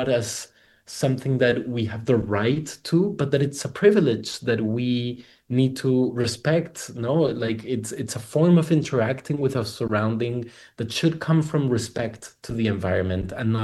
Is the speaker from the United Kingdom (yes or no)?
no; Colombia; now in Spain; that I think is quite interesting is in Colombia, where I'm originally from. I live in Spain, but I'm from Colombia.